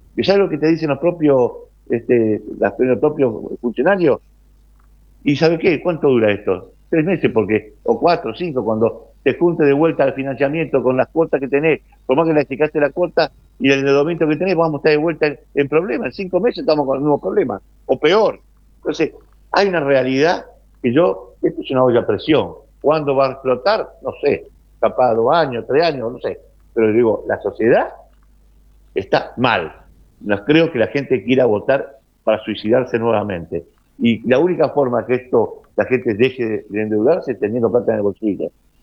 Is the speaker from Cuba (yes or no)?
no; Argentina; Pero así somos viscerales los argentinos.